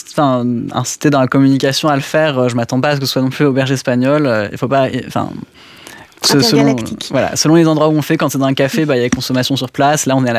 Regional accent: Auvergne-Rhône-Alpes, France; born or raised there; moved away as an adult; also born or lived in Lyon; now in Nord, France

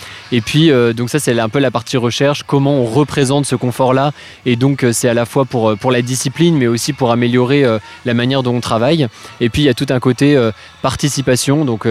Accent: Grand Est, France; moved away as an adult; de base, je viens de Champagne, de Haute-Marne. Mais j'ai fait mes études dans une école d'architecture à Paris, où je suis encore étudiant. Et je suis venu à Méricourt

